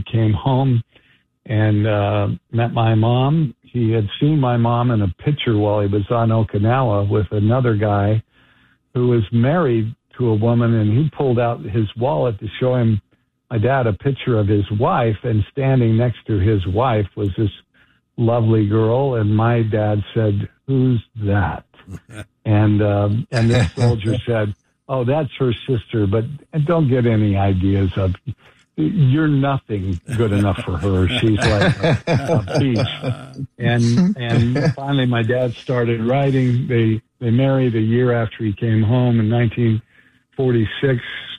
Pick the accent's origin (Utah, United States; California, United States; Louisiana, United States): Utah, United States; Bountiful; now in New York, United States; Well, I grew up just outside Salt Lake City, Utah, in a little town called Bountiful, Utah.